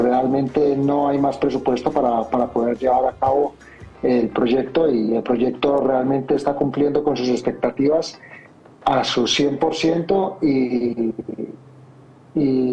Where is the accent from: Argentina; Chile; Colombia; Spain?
Colombia; Y represento a Latinoamérica y represento a Colombia y soy colombiano